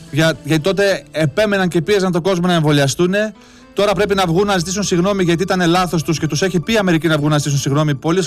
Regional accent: Northern Greece, Greece; εγώ είμαι από τη Βόρεια Ελλάδα

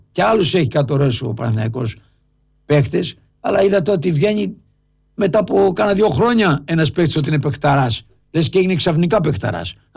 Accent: Lefkada, Ionian Islands, Greece; now in Agioi Anargyroi, Greece; μένω στους Αγίους από τότε που ήρθα από το χωριό, από τη Λευκάδα, από τα μέρη μας.

